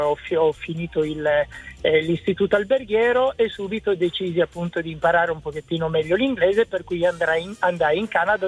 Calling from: Piedmont, Italy; Io vi chiamo dalla provincia di Torino.

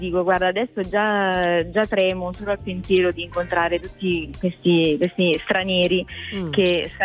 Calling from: Capua, Campania, Italy; Io chiamo da Capua, però lavoro a Caserta in un hotel

